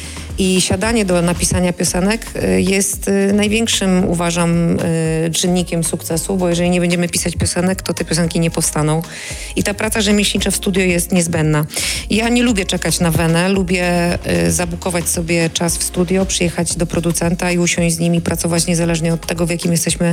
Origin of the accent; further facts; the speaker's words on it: Gdynia, Pomeranian Voivodeship, Poland; odwiedzić openera u nas w Gdyni.